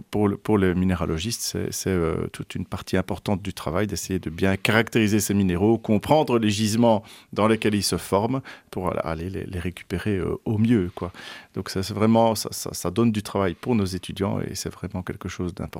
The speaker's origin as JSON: {"language": "French", "region": "Wallonia", "country": "Belgium", "tie": "born or raised there", "said": "j'ai grandi en Ardennes, la région de Bastogne."}